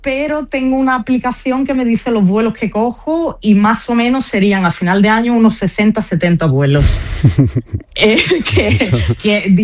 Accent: Spain; accent: Spanish; now in Italy; Cuando estoy aquí en Italia me dicen que tengo acento español

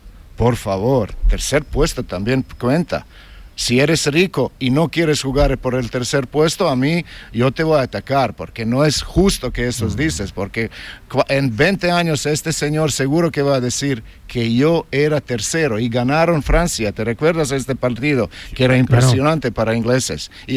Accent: Croatia; Spanish is a second language; moved away as an adult

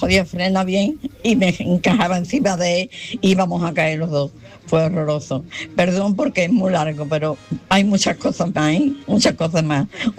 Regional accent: Carmona, Andalusia, Spain; mi padre arregló una bicicleta para un familiar de Carmona, porque somos de Carmona.

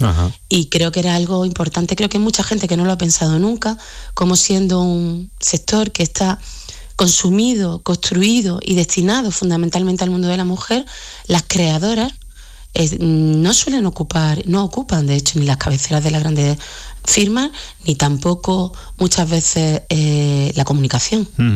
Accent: Granada, Andalusia, Spain; moved away as an adult; yo como granadina y como andaluza, y sabes que he vivido muchos años en el extranjero, casi 10 fuera

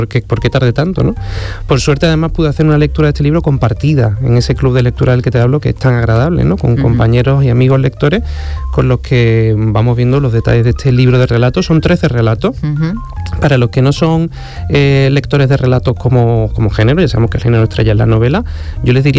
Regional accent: Huelva, Andalusia, Spain; yo creo que muchos andaluces, sobre todo los que somos fronterizos, ya sea que yo soy de Huelva, tenemos una pasión portuguesa inevitable, ¿no?

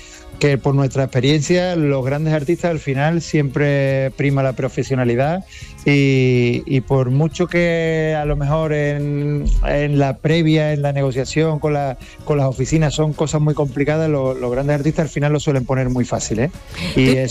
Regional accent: Seville, Andalusia, Spain; tenemos muchas ganas de, como sevillana, también tenerla en la Plaza de España.

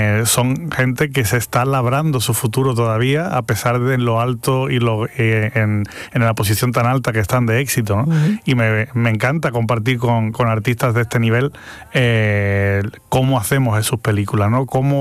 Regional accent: Algeciras, Andalusia, Spain; born there; moved away as an adult; Yo nací en Algeciras. Algeciras es un lugar casi al final de Europa. Bueno, al final de Europa, uh-huh. Exactamente, es el último ya, Tarifa y Algeciras. Yo me tuve que ir con 18 años a estudiar fuera

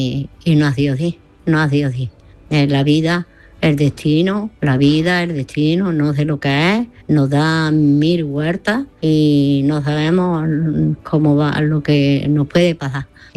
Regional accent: Granada, Andalusia, Spain

